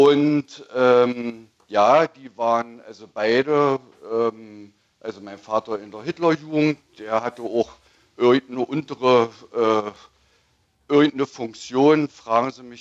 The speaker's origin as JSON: {"language": "German", "region": "East Germany", "country": "Germany", "tie": "born or raised there", "said": "also ich bin in der DDR groß geworden"}